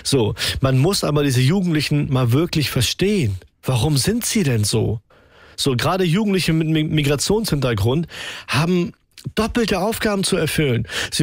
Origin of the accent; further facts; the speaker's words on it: Ulzburg, Schleswig-Holstein, Germany; born there; Ich bin hier geboren, 88, in Ulzburg. So, spreche Hochdeutsch. Mit meiner Heimat habe ich so wenig zu tun.